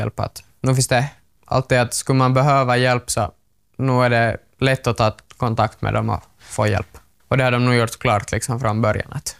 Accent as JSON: {"language": "Swedish", "region": "Åland", "country": "Finland", "said": "Jag håller på med skidåkning och går på andra år här i gymnasiet och jag kommer från Åland."}